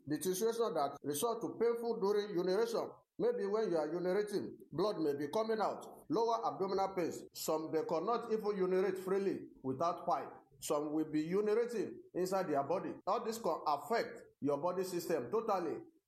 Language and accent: English; Oyo, Nigeria; Enlightenment program brought to you from … I'm from Oyo State in Oyo Town.